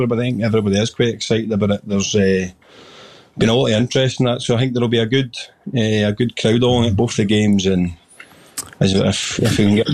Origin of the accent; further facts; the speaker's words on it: Armadale, Scotland, United Kingdom; I have lived here all my life, and so I know everybody at the club.